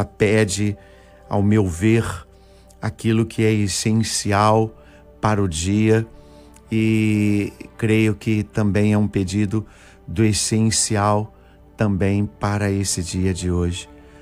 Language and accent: Portuguese; Brazil; para nós que somos brasileiros